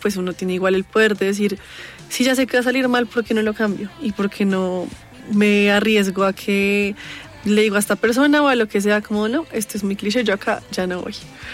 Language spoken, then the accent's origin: Spanish; Colombia; yo siendo colombiana, siento que como que mi sangre no me permite tampoco restringirme a una sola cosa.